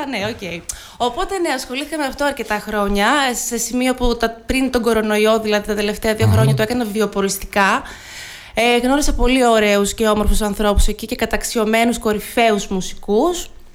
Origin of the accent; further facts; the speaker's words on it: Kastoria, West Macedonia, Greece; moved away as an adult; also born or lived in Thessaloniki; now in Kastoria, Greece; Επέστρεψα στην Καστοριά, ναι.